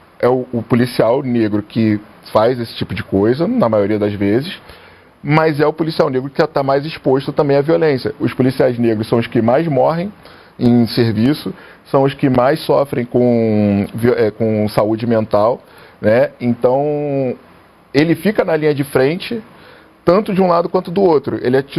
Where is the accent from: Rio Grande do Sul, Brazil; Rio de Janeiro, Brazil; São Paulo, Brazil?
Rio de Janeiro, Brazil; Eu sou carioca, então carioca fala palavrão.